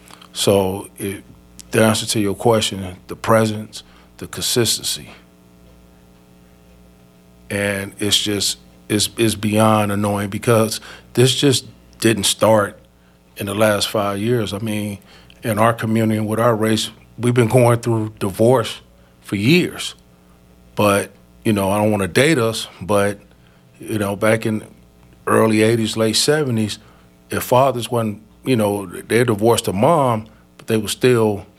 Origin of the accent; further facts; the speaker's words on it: Gary, Indiana, United States; I was born and raised in Gary, Indiana, in Chicago.